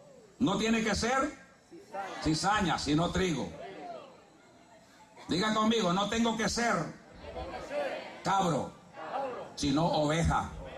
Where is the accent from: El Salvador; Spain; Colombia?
El Salvador; also born or lived in Honduras; Yo tengo las dos naturalezas, pero no soy piligüey. Soy catracho por nacimiento, nada más sigo hecho luteca, no está mi ombligo allá, la tripa fue la que quedé del ombligo hablando aquí. Pero soy salvadoreño por crecimiento.